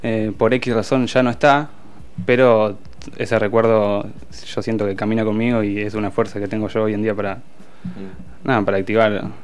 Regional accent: Pila, Buenos Aires Province, Argentina; moved away as an adult; now in La Plata, Argentina; En Pila, que es mi pueblo, es un pueblo muy.

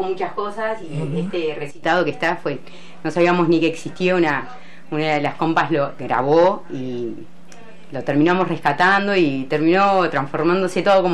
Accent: La Plata, Buenos Aires Province, Argentina; soy acá de Alto San Lorenzo

